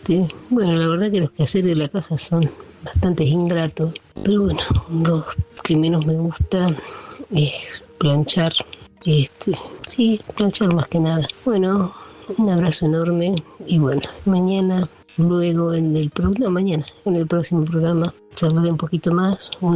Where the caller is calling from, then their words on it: Coronel Suárez, Buenos Aires Province, Argentina; de Coronel Suárez